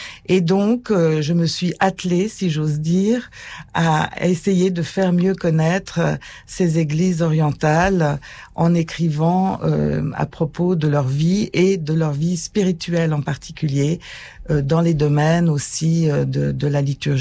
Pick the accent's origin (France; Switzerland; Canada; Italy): Switzerland; Geneva; malgré mon nom très français et parisien, je suis d'origine genevoise et donc protestante, mais ma famille était à Genève depuis le début du XIVe siècle. Donc, nous étions catholiques avant de devenir protestants.